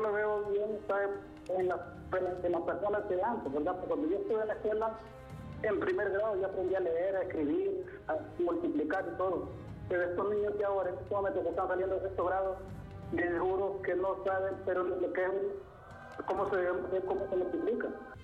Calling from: El Triunfo, Choluteca, Honduras; Yo vivo en Triunfo, en una aldea de Triunfo, no había colegio en Triunfo.

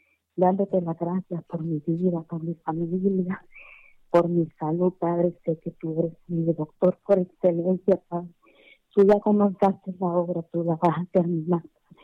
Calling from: Olancho, Honduras; De Limón de Pavor, Olancho

